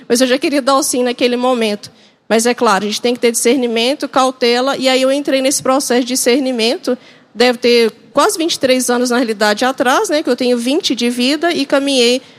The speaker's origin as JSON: {"language": "Portuguese", "town": "Sete Lagoas", "region": "Minas Gerais", "country": "Brazil", "tie": "born or raised there", "moved": "as an adult", "lives_now": "Curvelo, Brazil", "said": "sou natural de Sete Lagoas, tenho 45 anos"}